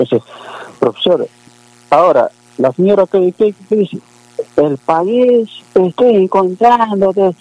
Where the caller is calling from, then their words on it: Peru; qué tontos somos los peruanos